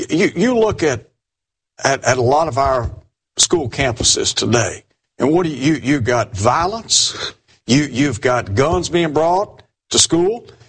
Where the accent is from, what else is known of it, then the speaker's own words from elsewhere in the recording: Chattanooga, Tennessee, United States; When I was a child growing up in Chattanooga